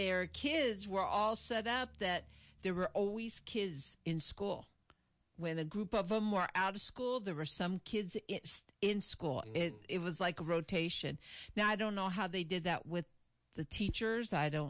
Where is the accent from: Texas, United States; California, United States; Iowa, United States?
California, United States; I grew up in California.